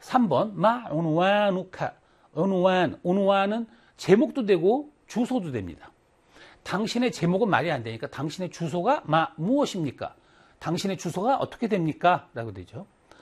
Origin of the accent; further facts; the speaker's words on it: Wonju, Gangwon, South Korea; 내가 원주 사람이니까